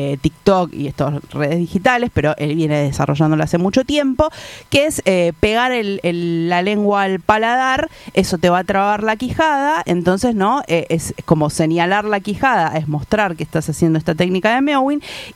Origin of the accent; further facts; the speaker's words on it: Merlo, Buenos Aires Province, Argentina; más yo soy de Merlo